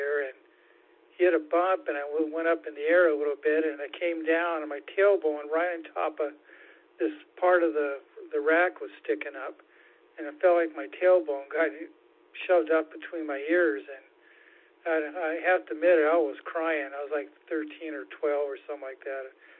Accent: Seattle, Washington, United States; and I grew up in the Seattle area, so we're out there quite a bit.

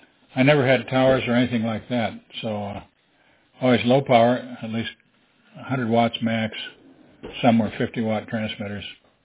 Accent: Wisconsin, United States; now in Pennsylvania, United States; we live in Pennsylvania, actually, and we're in Delaware right now, but I grew up in Wisconsin, and that's where my call comes.

